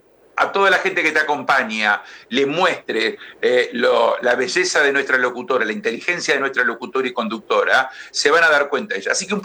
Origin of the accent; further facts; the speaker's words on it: Billinghurst, Buenos Aires Province, Argentina; yo vengo de Billinghurst, donde nos peleábamos de chiquitito y discutíamos.